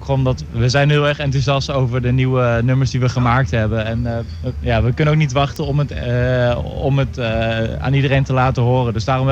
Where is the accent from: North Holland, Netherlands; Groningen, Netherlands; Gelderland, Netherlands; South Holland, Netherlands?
Gelderland, Netherlands; Doetinchem; Doetinchem was wel echt onze thuisstad.